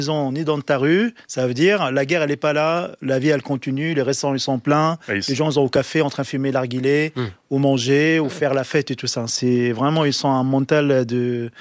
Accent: Tripoli, North Governorate, Lebanon; also born or lived in Liberia; En plus, je suis né en Libéria. Il y a eu un coup d'État, du coup, j'ai quitté entre jour et le lendemain à Libéria pour aller au Liban, à Tripoli. J'ai vécu toute la guerre libanaise.

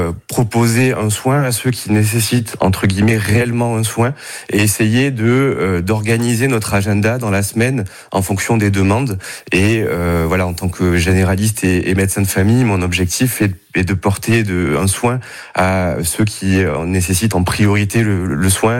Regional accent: Martigues, Provence-Alpes-Côte d'Azur, France; born there; Bon, je suis né à Martigues, je travaille sur Martigues

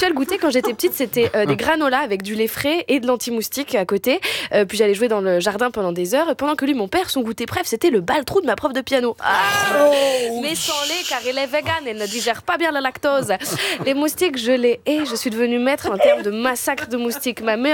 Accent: Réunion; parce que moi, j'ai grandi à La Réunion.

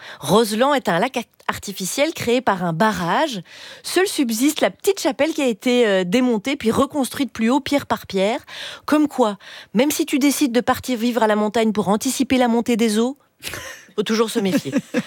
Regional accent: Belgium; Et moi, en tant que Belge, je vous cache pas que j'ai pris sa petite remarque sur les frites de saucisse comme une attaque personnelle.

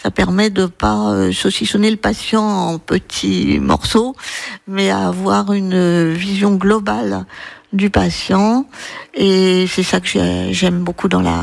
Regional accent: Paris, Île-de-France, France; je suis née à Paris en fait, et j'ai fait toutes mes études à Paris, une grande partie de ma carrière, tout en ayant toujours des liens très forts avec Toulon

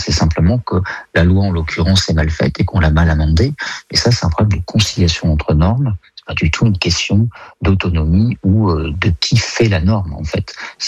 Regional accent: Auvergne-Rhône-Alpes, France; Moi, je vous dis, je suis auvergnat, hein. Ma grand-mère parlait occitan

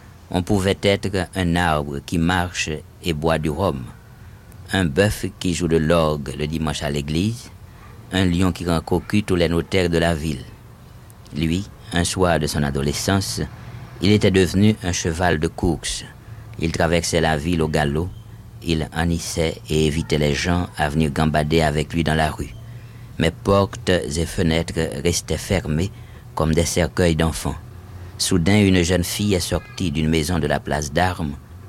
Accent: Haiti; moved away as an adult; l'enfance en Haïti, vous savez, se déroule habituellement, je crois que c'est encore vrai de nos jours, dans une atmosphère qui est à la fois entre le rêve et la réalité.

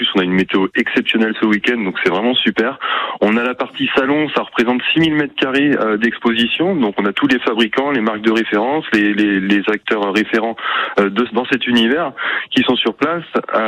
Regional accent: Brittany, France; Je suis breton moi

